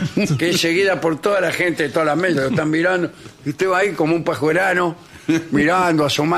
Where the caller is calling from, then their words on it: Mendiolaza, Córdoba, Argentina; Hola, vengadores … de Mendiolaza, Córdoba.